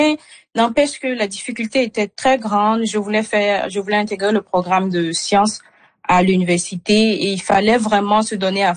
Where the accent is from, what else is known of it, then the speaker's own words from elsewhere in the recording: Côte d’Ivoire; moved away as an adult; now in Canada; moi par exemple, je viens de la Côte d'Ivoire et je parle majoritairement le français.